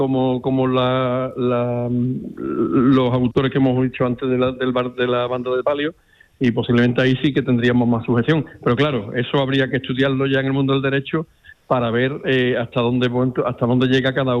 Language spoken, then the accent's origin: Spanish; Jerez de la Frontera, Andalusia, Spain; also born or lived in Seville; Soy sevillano de nacimiento, hermano de la hermandad de la Iniesta de toda mi vida, y jerezano de adopción, vivo aquí desde prácticamente desde que nací